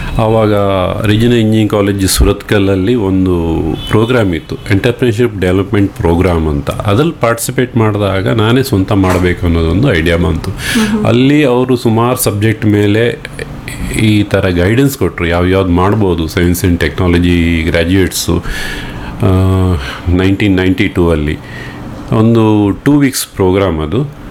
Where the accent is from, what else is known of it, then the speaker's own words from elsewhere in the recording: Kudumallige, Karnataka, India; ನಾನು ಮೂಲತಃ ಕುಡುಮಲ್ಲಿಗೆ, ತೀರ್ಥಹಳ್ಳಿ ತಾಲೂಕು, ಇಲ್ಲಿಂದ 50 ಕಿಲೋಮೀಟರ್.